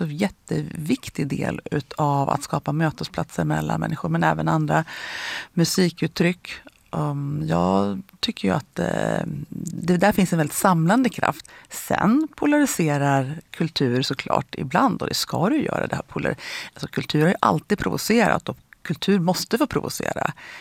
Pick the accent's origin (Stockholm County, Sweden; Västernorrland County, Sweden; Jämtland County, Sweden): Jämtland County, Sweden; Frösön; Jag är ju från Frösön